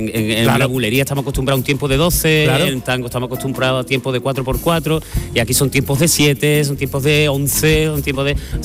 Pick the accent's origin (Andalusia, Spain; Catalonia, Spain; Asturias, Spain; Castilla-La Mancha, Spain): Andalusia, Spain; Cádiz; El carnaval para mí fue mi aprendizaje, como casi todos los gaditanos.